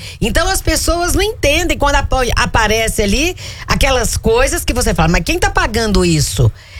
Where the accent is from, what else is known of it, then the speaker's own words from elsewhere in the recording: Minas Gerais, Brazil; Minha terra, foi Minas Gerais